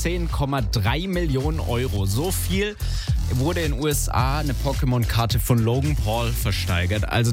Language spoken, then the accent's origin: German; Baden-Württemberg, Germany; Also da, wo ich herkomme, zumindest im Schwabenländle.